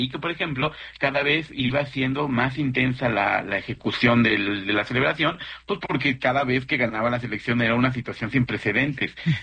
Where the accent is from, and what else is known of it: Mexico